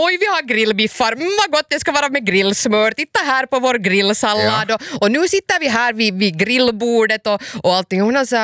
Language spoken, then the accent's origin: Swedish; Finland; Och vi är ju finnar